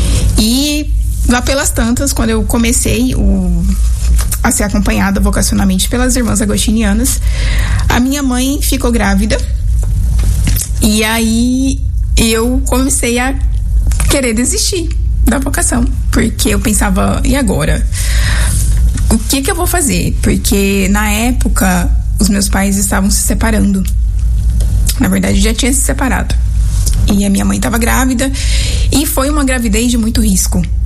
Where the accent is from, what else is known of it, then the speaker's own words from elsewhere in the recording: Paranaíba, Mato Grosso do Sul, Brazil; Eu sou natural de Paranaíba, no Mato Grosso do Sul. Uma terra muito boa, nós somos muito acolhedores.